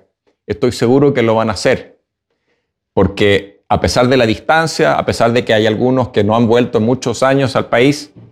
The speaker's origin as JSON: {"language": "Spanish", "country": "Chile", "moved": "as an adult", "lives_now": "Norway"}